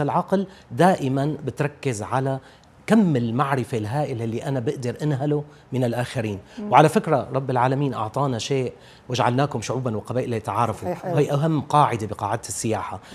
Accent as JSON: {"language": "Arabic", "country": "Syria", "said": "بلدنا سوريا"}